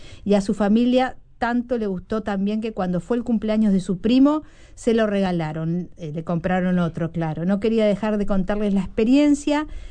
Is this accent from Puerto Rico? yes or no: no; Uruguay; nuestro fútbol uruguayo